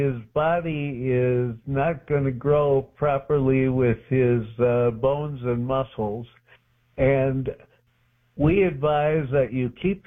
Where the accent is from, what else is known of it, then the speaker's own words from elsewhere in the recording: Milwaukee, Wisconsin, United States; my hometown, Milwaukee, Wisconsin.